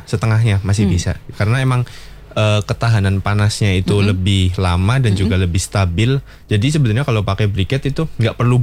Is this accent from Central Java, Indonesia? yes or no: yes; Central Java, Indonesia; Kalau di daerah saya itu ya mungkin sekitar Karisidenan Pekalongan.